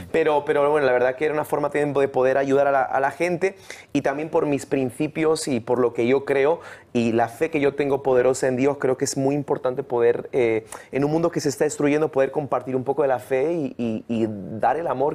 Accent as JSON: {"language": "Spanish", "town": "Getafe", "region": "Community of Madrid", "country": "Spain", "tie": "born there", "said": "yo nací en Getafe"}